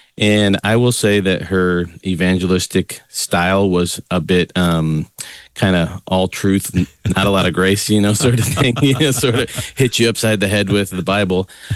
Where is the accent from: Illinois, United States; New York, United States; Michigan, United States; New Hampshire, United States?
Illinois, United States; No, you know, I grew up in the Chicago suburbs to, you know, my mom and dad were really young when they had me.